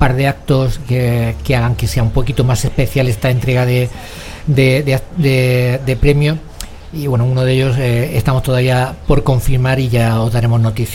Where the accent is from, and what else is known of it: Águilas, Region of Murcia, Spain